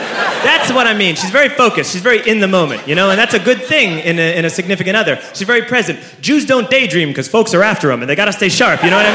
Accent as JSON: {"language": "English", "country": "Ireland", "said": "You know, I'm Irish, and Irish people, they don't tell you a thing."}